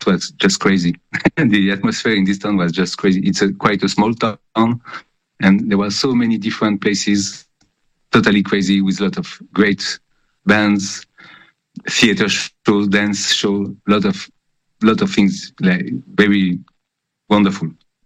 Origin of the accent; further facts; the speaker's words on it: France; English is a second language; moved away as an adult; now in Geneva, Switzerland; Yeah, I'm not originally from Geneva, so I could not talk about the history of punk, the punk scene in Geneva. I arrived from France. I was already 28